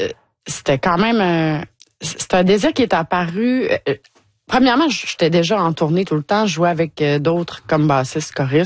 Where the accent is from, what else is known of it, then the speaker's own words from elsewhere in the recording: Quebec, Canada; born there; moved away; ado, j'étais en Gaspésie.